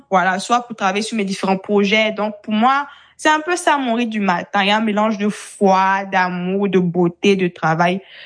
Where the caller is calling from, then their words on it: Abidjan, Côte d’Ivoire; je suis conseillère en images et en communication et je vous parle depuis Abidjan en Côte d'Ivoire.